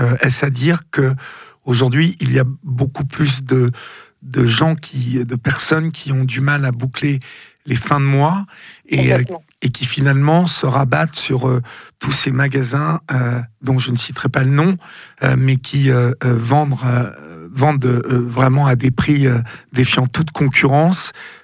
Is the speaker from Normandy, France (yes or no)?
yes; Évreux, Normandy, France; Voilà, bon, je suis originaire d'Évreux, donc j'ai connu le centre-ville d'Évreux avant qu'il n'y ait ces grands malls qui se construisent autour.